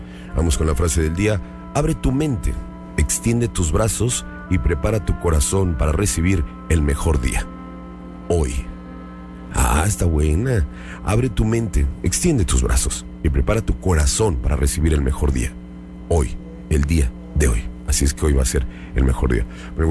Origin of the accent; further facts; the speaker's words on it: Mexico; Ah, porque soy mexicano. Los mexicanos nacemos donde queremos.